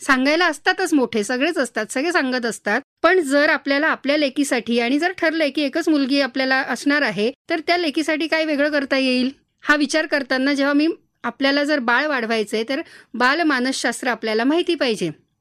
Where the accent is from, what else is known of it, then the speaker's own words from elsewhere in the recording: Mumbai, Maharashtra, India; moved away as an adult; now in Nashik, India; मी आहे खरं तर मुंबईची